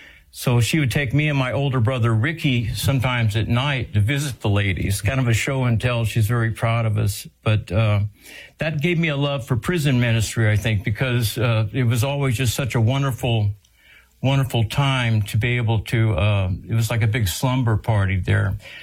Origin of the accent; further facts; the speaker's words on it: San Antonio, Texas, United States; born there; Well, I was born in San Antonio, Texas, and the Lord blessed me with quite a bit of adversity